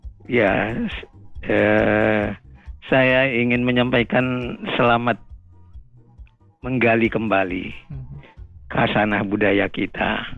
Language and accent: Indonesian; North Sumatra, Indonesia; Karena saya adalah berasal dari Angkola, Tapanuli Selatan, maka saya juga ingin memperkenalkan nanti ada kekhasan dibandingkan dengan Tapanuli Utara.